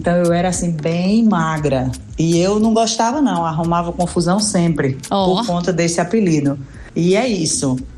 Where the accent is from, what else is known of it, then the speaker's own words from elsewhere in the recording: Canindé de São Francisco, Sergipe, Brazil; Eu sou daqui de Canindé de São Francisco, Sergipe.